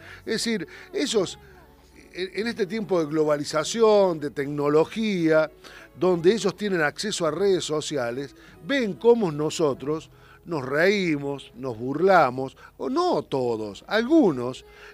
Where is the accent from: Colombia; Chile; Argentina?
Argentina